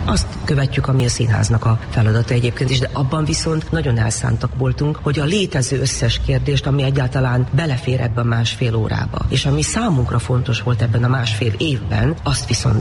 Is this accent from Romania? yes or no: no; Vojvodina, Serbia; moved away as an adult; now in Hungary; hogy hazahozott, mert vajdasági származású vagyok, de közel 40 éve élek Magyarországon.